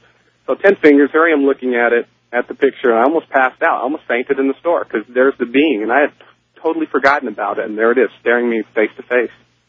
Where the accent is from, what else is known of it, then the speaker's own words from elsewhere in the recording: Amarillo, Texas, United States; now in Los Angeles, United States; I'm calling from Los Angeles. But I grew up in Amarillo, Texas, which I understand is your old stomping ground.